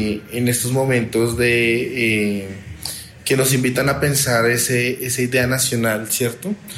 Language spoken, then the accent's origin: Spanish; Colombia; tanto de la concepción de nosotros como colombianos